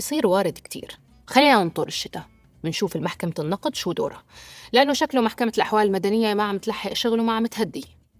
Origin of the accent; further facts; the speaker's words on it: Syria; حظنا كسوريين